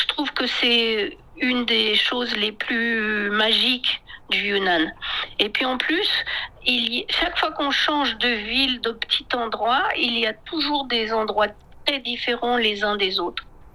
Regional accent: France; now in China; Pourtant, je suis pas du tout américaine, je suis française, mais bon, pour eux, ça veut dire étranger, quoi.

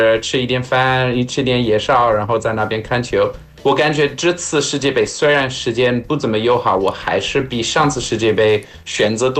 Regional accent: South Africa; Chinese is a second language; now in Nantong, China; 我父亲来自葡萄牙，母亲来自法国，我是在南非长大

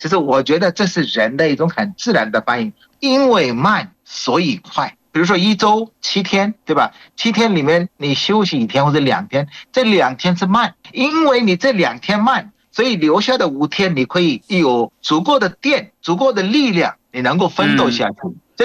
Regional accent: Bangladesh; Chinese is a second language; now in China; 我是来自于孟加拉国的

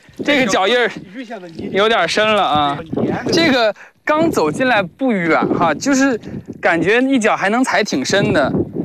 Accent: China; 不得不说和我的家乡，我是在黄河边长大的，当地的这个泥还是有点像的。

